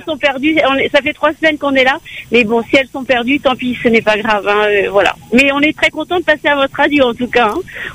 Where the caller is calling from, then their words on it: Dinan, Brittany, France; on vient de Bretagne. On vient de métropole en Bretagne, à Dinan.